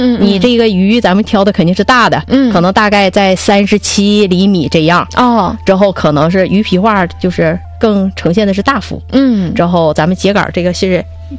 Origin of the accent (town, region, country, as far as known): Jilin, China